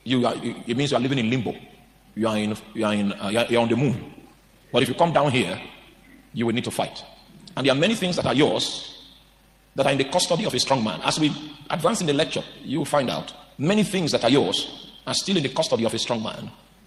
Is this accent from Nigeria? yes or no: yes; Nigeria